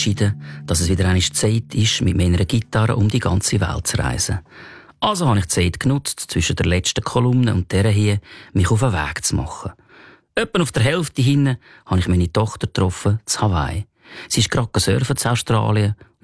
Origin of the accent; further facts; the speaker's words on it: Engelberg, Obwalden, Switzerland; Dann wollte sie wissen, wo ich herkomme. Dann habe ich erklärt, aus der Schweiz. Und ich sehe eben in Engelberg oben aufgewachsen.